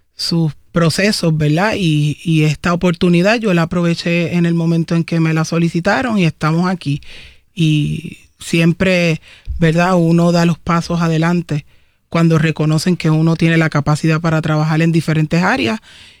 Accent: Gurabo, Puerto Rico

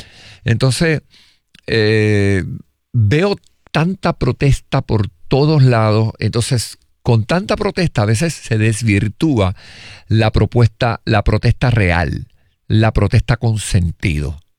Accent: Puerto Rico; yo me considero muy puertorriqueño

